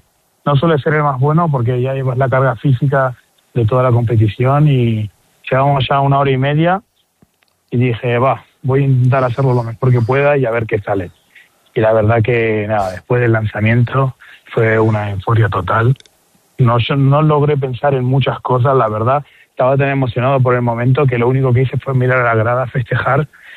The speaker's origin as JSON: {"language": "Spanish", "town": "Soria", "region": "Castile and León", "country": "Spain", "tie": "born there", "moved": "as an adult", "lives_now": "Vitoria-Gasteiz, Spain", "said": "Es mi ciudad de origen."}